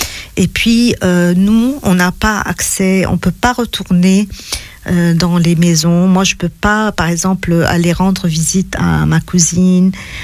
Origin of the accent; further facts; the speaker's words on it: South Governorate, Lebanon; also born or lived in Beirut; en fait, je suis originaire du sud.